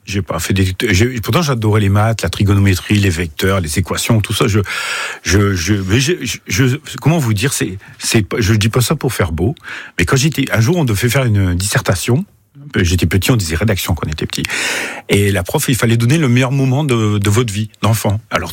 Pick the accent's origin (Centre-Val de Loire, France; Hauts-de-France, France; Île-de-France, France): Hauts-de-France, France; Haubourdin; born there; also born or lived in Seclin; moi, je suis né à Haut-Bourdin, en 64.